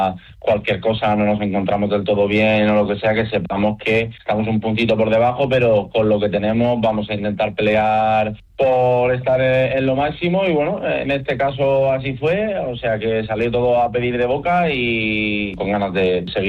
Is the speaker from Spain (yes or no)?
yes; Torrevieja, Valencian Community, Spain; Por ejemplo, en Torrevieja, que es de donde yo soy